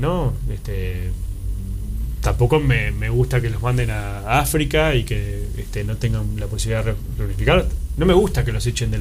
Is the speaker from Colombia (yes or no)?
no; Uruguay; los uruguayos resolvemos nuestros problemas, tratamos de ser muy celosos de eso, porque somos un país chico en términos de dimensiones.